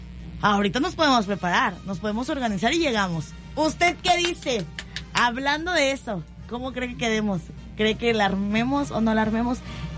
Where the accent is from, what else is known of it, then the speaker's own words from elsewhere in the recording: Mexico; como mexicano que somos